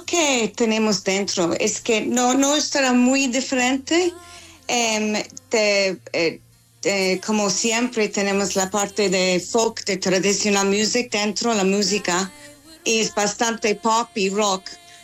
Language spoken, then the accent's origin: Spanish; Dundalk, Leinster, Ireland; En Dundalk. Sí, sí.